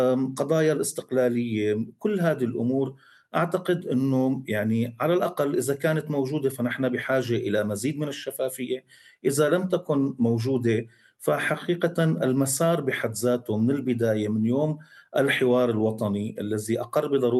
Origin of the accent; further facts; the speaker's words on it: Syria; ونستحق كسوريين وكضحايا